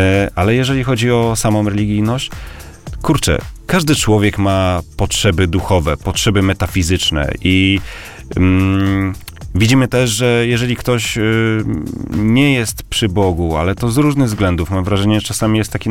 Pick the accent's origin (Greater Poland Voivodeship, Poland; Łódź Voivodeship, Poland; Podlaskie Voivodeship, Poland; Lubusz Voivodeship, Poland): Lubusz Voivodeship, Poland; Zielona Góra; moi to z Podola, dlatego że no, ja pochodzę z Zielonej Góry, także wiadomo. Przesiedleńcy i tak dalej.